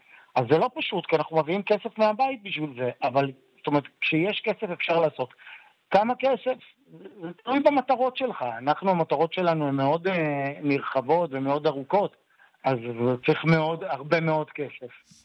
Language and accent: Hebrew; Nesher, Haifa District, Israel; אני יליד נשר, הילדים שלי הם דור חמישי לתושבי נשר